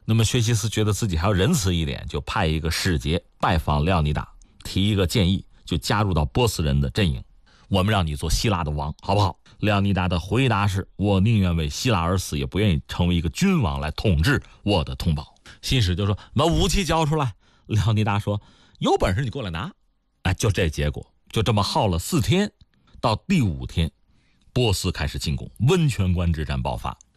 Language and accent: Chinese; China; 按照我们中国人老话